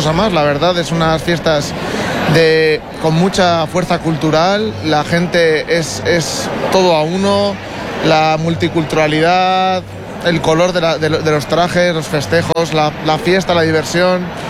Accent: Biscay, Basque Country, Spain; la tierra de donde yo vengo, que es el País Vasco, especialmente en Vizcaya.

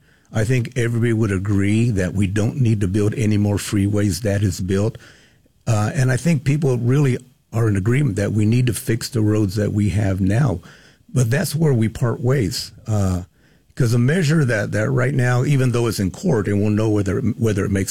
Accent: Fresno, California, United States; I've born and raised in Fresno

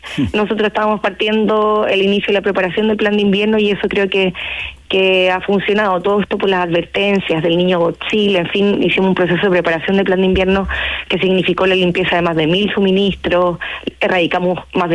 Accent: Chile; nosotros somos chilenos, tenemos nuestro ADN, ¿cierto?

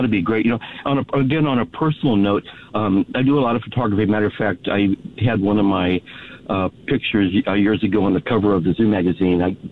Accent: Omaha, Nebraska, United States; I grew up in Omaha, Nebraska, where we had, I'm 75, so going way back, they had a zoo there.

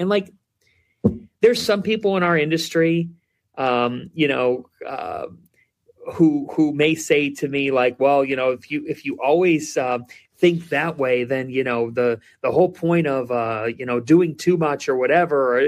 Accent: Cleveland, Ohio, United States; I don't like the pity party because I'm from Cleveland

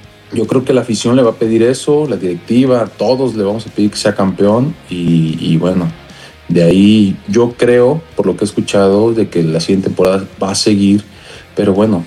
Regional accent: Mexico; esperando que sea un gran mundial como todo mexicano

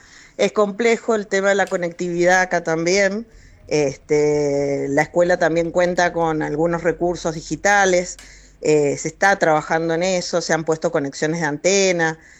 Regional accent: Guaymallén, Mendoza, Argentina; no soy de La Valle. soy directora de Guaymallén y trabajo acá.

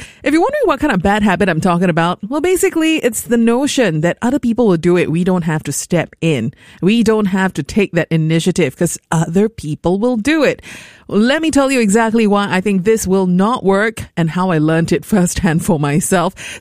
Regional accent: Singapore; I say it as a Singaporean

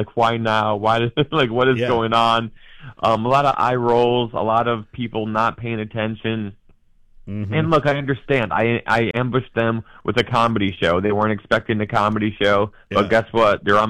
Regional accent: Midwest, United States; now in New York, United States

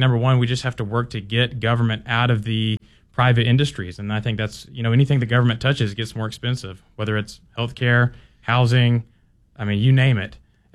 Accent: Maylene, Alabama, United States; Maylene, Alabama.

